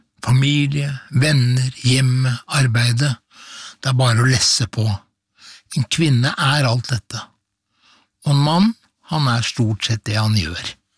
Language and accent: Norwegian; Horten, Vestfold, Norway; moved away as an adult; now in Oslo, Norway; da jeg kom fra Horten til hovedstaden på 70-tallet, da jeg hadde brutt ut av mitt første ekteskap